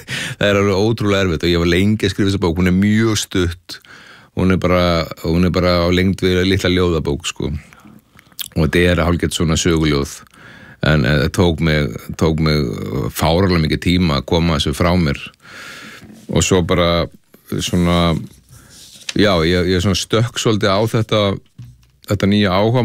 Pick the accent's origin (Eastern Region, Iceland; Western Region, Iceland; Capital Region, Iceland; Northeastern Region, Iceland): Western Region, Iceland; Ólafsvík; Já, ég bjó í Ólafsvík, ólst upp í Ólafsvík